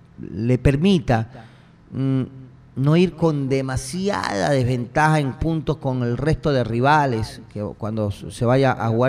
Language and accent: Spanish; Ecuador